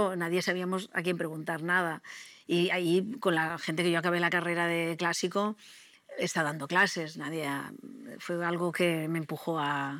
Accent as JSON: {"language": "Spanish", "town": "Alcoy", "region": "Valencian Community", "country": "Spain", "tie": "born or raised there", "said": "yo soy de Alcoy, de allí, de esa ciudad maravillosa"}